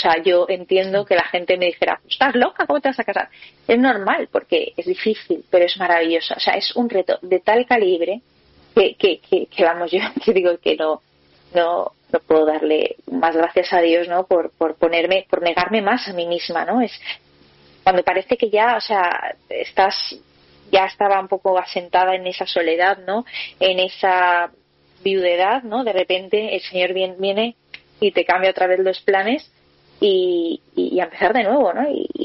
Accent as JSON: {"language": "Spanish", "town": "Valencia", "region": "Valencian Community", "country": "Spain", "said": "pues en un encuentro que yo tenía en Madrid, yo soy de Valencia, y me fui a Madrid"}